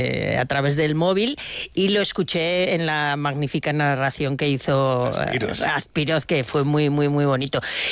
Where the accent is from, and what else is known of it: Peralta, Navarre, Spain; born or raised there